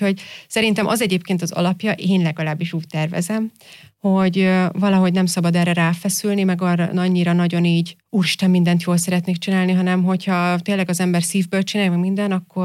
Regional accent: Győr, Győr-Moson-Sopron, Hungary; moved away as an adult; now in Austria; otthon Győrben dolgoztam a pedagógiai szakszolgálatnál

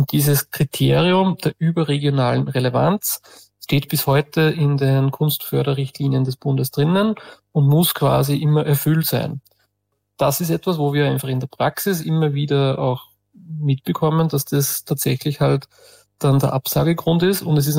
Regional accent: Upper Austria, Austria; Wo ich halt sagen muss als Oberösterreicher

